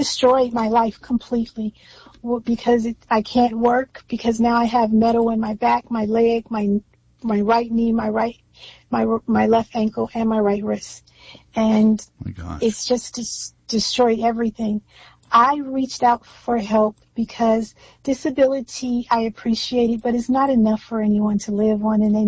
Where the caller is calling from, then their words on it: Georgia, United States; I'm calling, unfortunately, from Georgia.